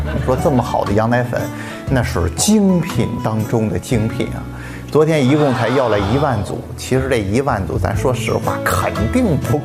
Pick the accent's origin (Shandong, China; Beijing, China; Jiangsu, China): Jiangsu, China; Xuzhou; 大家好，